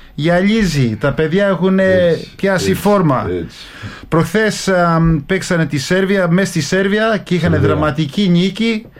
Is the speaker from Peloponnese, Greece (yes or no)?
yes; Chrysokellaria, Peloponnese, Greece; αυτό θα το αφιερώσω και σε όλους τους Έλληνες και κάτω εκεί στο χωριό μου στη Χρυσοκελαριά, για σας αυτό το τραγούδι.